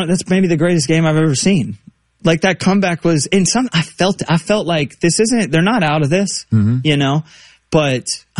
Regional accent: Arkansas, United States; I'm from Arkansas.

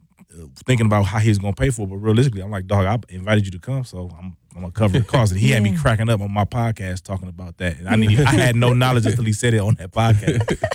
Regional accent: Milwaukee, Wisconsin, United States; Oh, man, I'm a brother from Milwaukee, man. I grew up right here in the city. Went to Rufus King High School is where I graduated from, man.

